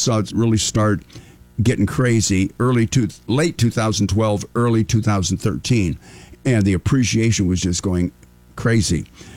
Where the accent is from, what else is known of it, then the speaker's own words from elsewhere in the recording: Wyoming, United States; now in Sacramento, United States; Even my home state of Wyoming